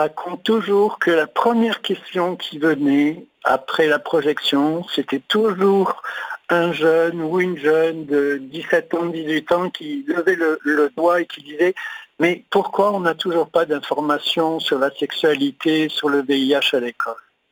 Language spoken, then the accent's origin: French; Agen, Nouvelle-Aquitaine, France; Du sud-ouest, moi je suis d'Agen, lui de Toulouse.